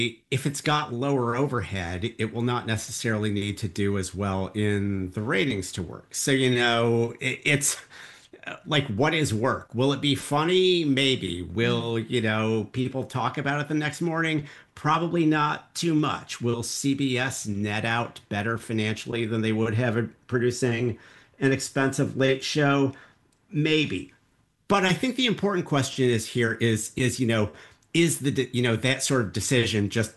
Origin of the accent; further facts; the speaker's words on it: Monroe, Michigan, United States; I'm from Monroe, Michigan.